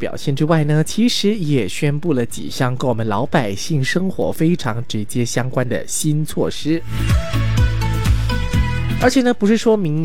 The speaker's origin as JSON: {"language": "Chinese", "region": "Sabah", "country": "Malaysia", "said": "像我们沙巴这边呢，有些地区之间的距离比较远哦"}